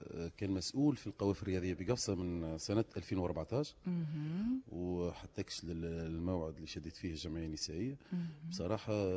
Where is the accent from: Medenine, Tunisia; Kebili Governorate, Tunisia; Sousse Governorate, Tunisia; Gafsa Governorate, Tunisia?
Gafsa Governorate, Tunisia; بنات من قفصة، بنات بلادي